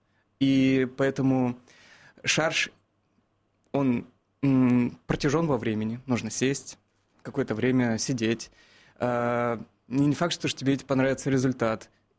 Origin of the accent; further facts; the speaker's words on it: Krasnoyarsk, Krasnoyarsk Krai, Russia; moved away; Я выходец из Красноярска